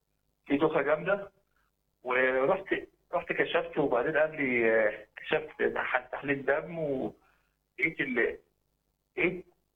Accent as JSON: {"language": "Arabic", "town": "Sohag", "region": "Sohag Governorate", "country": "Egypt", "said": "من سوهاج."}